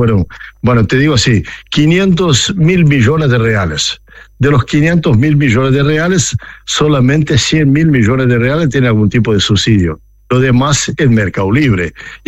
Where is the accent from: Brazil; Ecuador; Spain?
Brazil